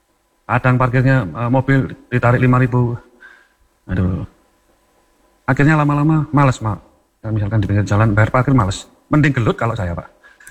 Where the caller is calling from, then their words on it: Malang, East Java, Indonesia; saya sebagai warga Malang